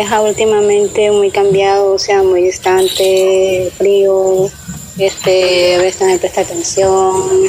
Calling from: Barranquilla, Atlántico, Colombia; Barranquilla

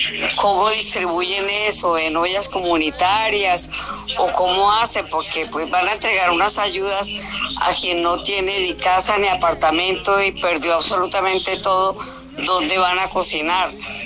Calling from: Cali, Valle del Cauca, Colombia; los escucho desde Cali

